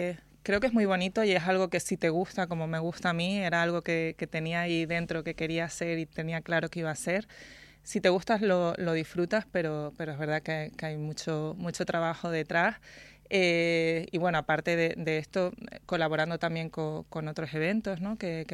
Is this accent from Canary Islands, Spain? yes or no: yes; Canary Islands, Spain; si encima lo puedo hacer en Canarias, en mi tierra